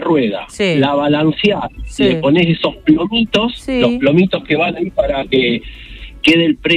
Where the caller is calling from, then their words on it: Funes, Santa Fe, Argentina; vivo en Funes